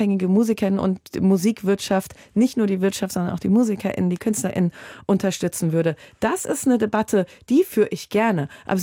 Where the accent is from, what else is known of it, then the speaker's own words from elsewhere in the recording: Hesse, Germany; Und ja, als Hessin meine ich auch südhessisch.